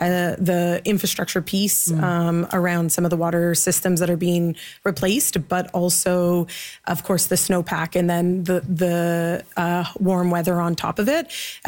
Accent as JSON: {"language": "English", "region": "British Columbia", "country": "Canada", "said": "as British Columbians"}